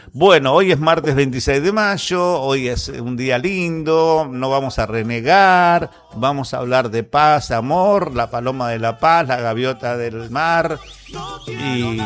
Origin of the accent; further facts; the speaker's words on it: Argentina; Somos recontra argentinos nosotros cuando juega a la Argentina a la pelota.